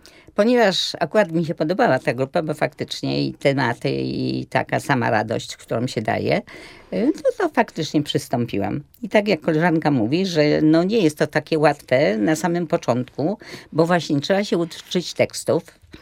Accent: Łódź, Łódź Voivodeship, Poland; ja z Łodzi, one z Łodzi

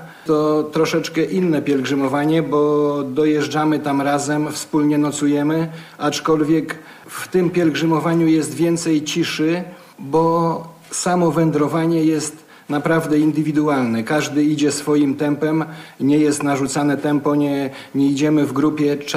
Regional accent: Ciechanów, Masovian Voivodeship, Poland; Ja pochodzę z Ciechanowa i tam mieszkam. To można powiedzieć, że święty Stanisław to taki mój ziomek, bo praktycznie niecałe 20 km od mojej miejscowości jest Rostkowo.

